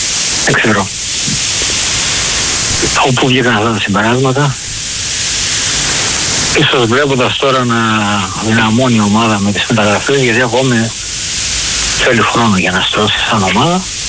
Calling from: Melissia, Attica, Greece; από τα Μελίσια.

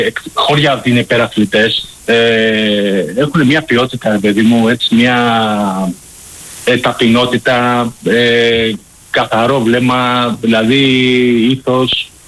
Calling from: Palaio Faliro, Attica, Greece; από το Παλαιό Φάλιρο

